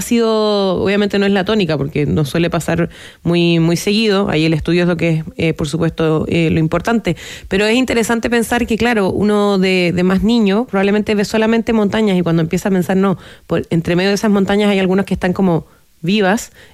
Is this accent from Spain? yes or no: no; Chile; born there; quienes nacimos y nos criamos aquí en Chile y sobre todo en la zona central estamos muy acostumbrados a mirar a la cordillera